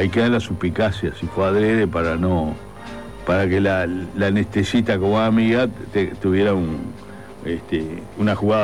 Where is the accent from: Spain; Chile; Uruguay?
Uruguay; como lo que pagamos somos los uruguayos, como siempre